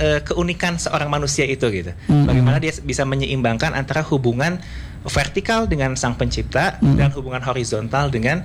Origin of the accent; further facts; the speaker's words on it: West Java, Indonesia; Kita lahir sebagai orang Sunda, maka kita wajib untuk mengenal budaya Sunda tadi